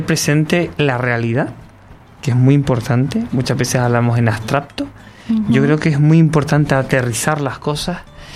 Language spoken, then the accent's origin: Spanish; Canary Islands, Spain